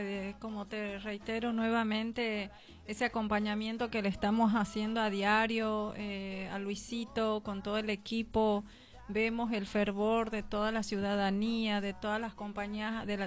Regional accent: Argentina; now in Paraguay; Ser colorado, yo vengo justamente, soy argentina

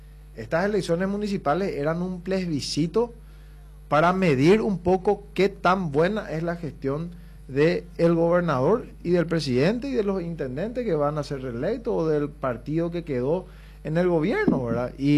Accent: Paraguay; Más todavía nosotros que provenimos del Paraguay profundo, ¿verdad? Que somos del interior

